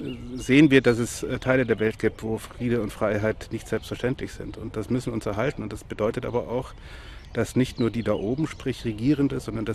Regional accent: Germany; wo wir zumindest mal in Westdeutschland, ich komme ja aus dem Westen, wir seit 1949 in Frieden und Freiheit leben durften

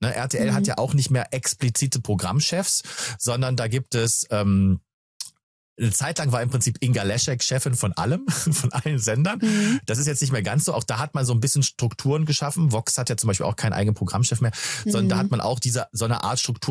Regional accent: France; Ich habe eine französische Vorname. Bei uns in Frankreich sagt man

